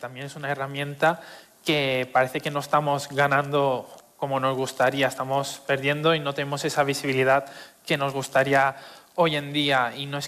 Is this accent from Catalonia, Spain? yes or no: no; Mallorca, Balearic Islands, Spain; yo soy de Mallorca